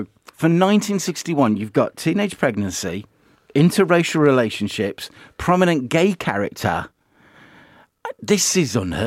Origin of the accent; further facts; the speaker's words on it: Chelmsley Wood, West Midlands, United Kingdom; I was from Chelmsley, and basically they dumped us at Solihull College of Technology.